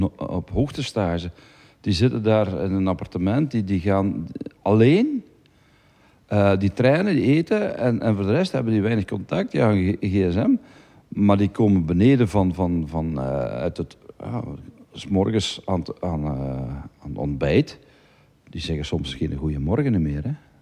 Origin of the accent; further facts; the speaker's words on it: Belgium; voor ons als Belgen